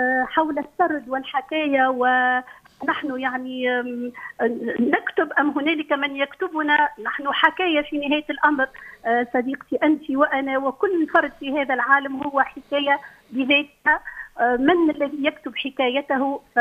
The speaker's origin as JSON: {"language": "Arabic", "country": "Tunisia", "said": "وهذا من حقنا كتونسيين أن نكون في صدارة المشهد،"}